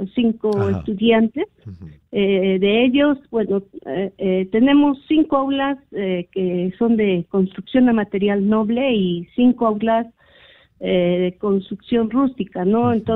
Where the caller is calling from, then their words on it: Chupaca, Junín, Peru; Soy docente de la Institución Educativa Héroes de Chupaca, de acá del barrio de Vista Alegre, de la distrito provincia de Chupaca.